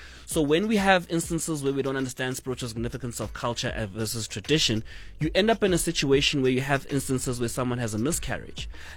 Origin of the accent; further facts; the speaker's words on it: South Africa; first language Zulu; English is a second language; I can definitely understand other languages. But at home, it's Zulu with a bit of English.